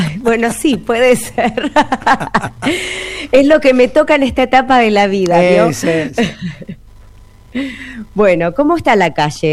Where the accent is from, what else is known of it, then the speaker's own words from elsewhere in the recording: Argentina; así somos los argentinos